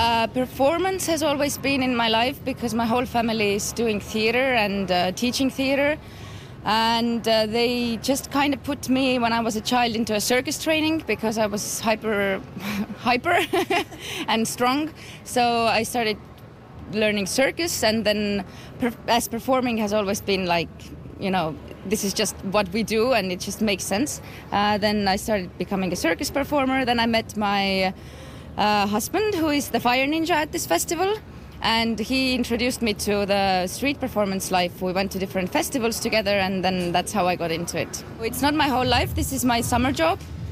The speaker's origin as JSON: {"language": "English", "country": "Estonia", "second_language": "English", "said": "I'm a circus performer and a street performer, and I come from Estonia."}